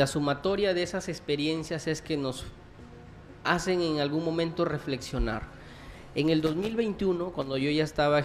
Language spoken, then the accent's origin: Spanish; Santana, Piura, Peru; me lleva a mi pueblo, a Santana, claro, de nuevo prácticamente a radicar continuamente ahí. Yo ahí he nacido y he crecido, pero por motivo de estudio salí a Piura y allá viví 9 años, luego regresé a Santana